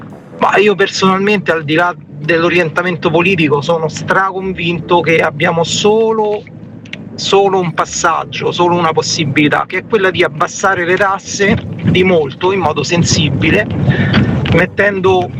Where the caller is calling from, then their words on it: Frascati, Lazio, Italy; da Frascati